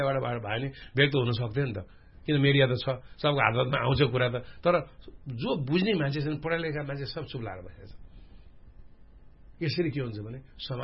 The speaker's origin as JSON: {"language": "Nepali", "town": "Pokhara", "region": "Gandaki Province", "country": "Nepal", "tie": "born or raised there", "said": "हामी त यहीँ जन्मेर हुर्केको"}